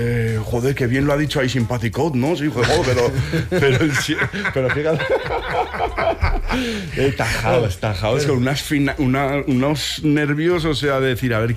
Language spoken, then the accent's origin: Spanish; Azuara, Aragon, Spain; quedé con el coro de la parroquia de Azuara, que es mi pueblo, el pueblo de mi ma